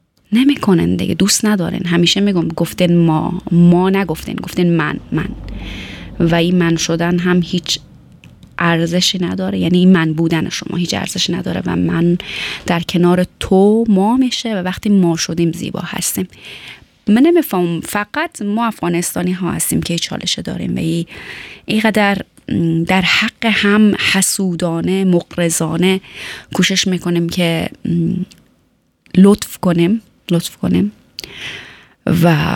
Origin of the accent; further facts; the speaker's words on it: Afghanistan; و من و شما هم از افغانستان آمدیم، بهتره که آبروداری کنیم